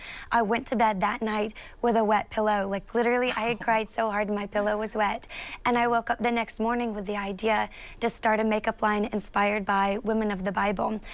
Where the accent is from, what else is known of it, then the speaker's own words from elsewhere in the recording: South Carolina, United States; I'm 24 years old and I'm a South Carolina girl. If you can't tell from my accent, I love the South. I'm one of four kids and I was raised in the church.